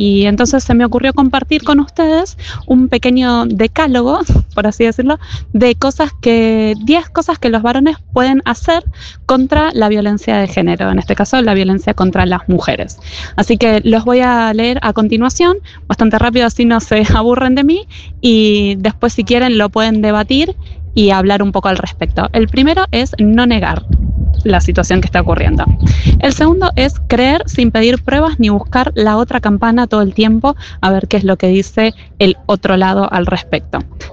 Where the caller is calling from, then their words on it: Oslo, Norway